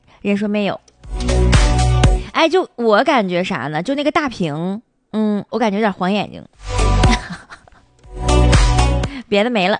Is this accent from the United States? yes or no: no; Harbin, Heilongjiang, China; 我只要听到咱们家乡的人讲话，我一下就能听出来是咱们哈尔滨的